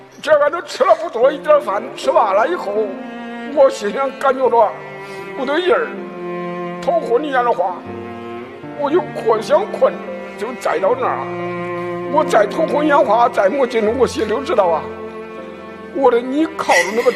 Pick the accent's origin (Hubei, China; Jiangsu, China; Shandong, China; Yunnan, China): Shandong, China; 所以说家是哪里啊？我的家是山东的，他说我是山东的，他是老乡。